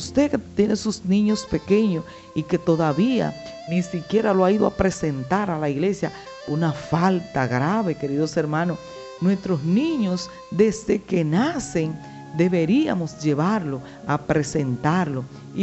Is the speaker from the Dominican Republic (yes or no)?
yes; Dominican Republic; como dominicanos al fin, pues tenemos que celebrar